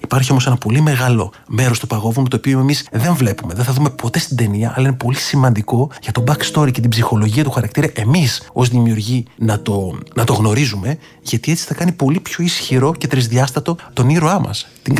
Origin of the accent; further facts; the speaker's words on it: Lemnos, North Aegean, Greece; Ήμουν στο νησί μου στη Λίμνο